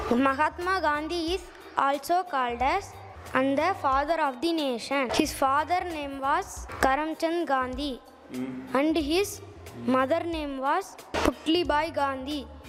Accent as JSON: {"language": "Tamil", "town": "Chithalandur", "region": "Tamil Nadu", "country": "India", "said": "I am coming from சித்தலந்தூர்."}